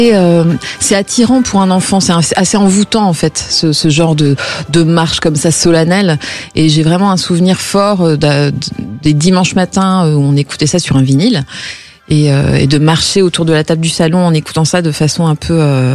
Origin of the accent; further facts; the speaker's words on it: Herbray, Pays de la Loire, France; also born or lived in Nantes; Alors, je suis née à Nantes, mais j'ai grandi dans la campagne. À Herbray, précisément.